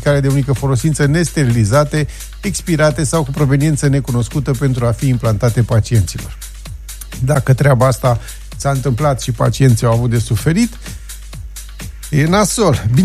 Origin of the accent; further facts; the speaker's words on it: Romania; Că suntem români